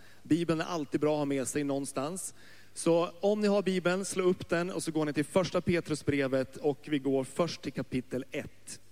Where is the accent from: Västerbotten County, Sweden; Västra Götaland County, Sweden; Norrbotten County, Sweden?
Västerbotten County, Sweden; Nordmaling; moved away as an adult; now in Stockholm, Sweden; Jag växte upp i Nordmaling, ett litet samhälle i norra Norrland. Och som vuxen har jag bott i en småstad. Jag har bott i det man skulle kunna kalla för en mellanstor stad. Och jag har bott i storstadsregion.